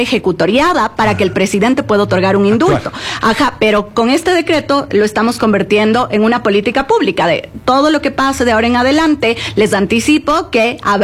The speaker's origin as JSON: {"language": "Spanish", "country": "Ecuador", "said": "nosotros nos quedará como ecuatorianos"}